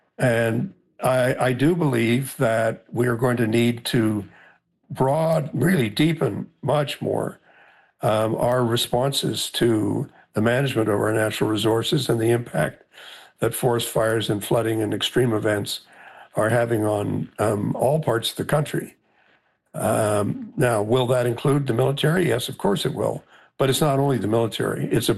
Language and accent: English; Canada